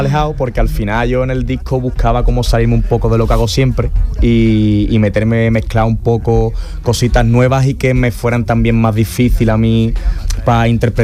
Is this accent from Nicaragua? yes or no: no; Spain; que somos los primeros españoles, por lo menos que he visto yo, en hacer esa temática de vídeo